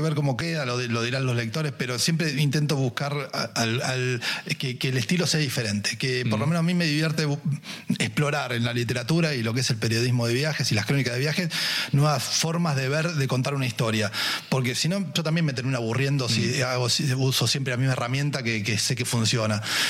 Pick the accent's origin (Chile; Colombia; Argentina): Argentina; como argentinos siempre nos salvan